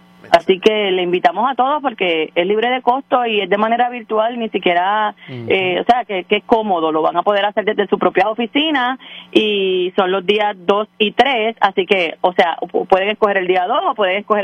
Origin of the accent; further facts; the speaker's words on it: Vega Baja, Puerto Rico; Yo soy del mejor pueblo que tiene Puerto Rico, que es Vega Baja, la Vega ciudad Baja.